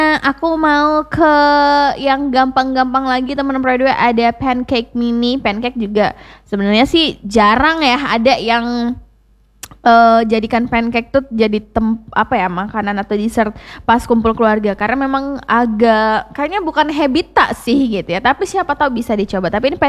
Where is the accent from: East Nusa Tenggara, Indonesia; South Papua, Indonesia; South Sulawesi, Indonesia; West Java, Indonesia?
South Sulawesi, Indonesia; Makassar; untuk kita-kita, apalagi orang Makassar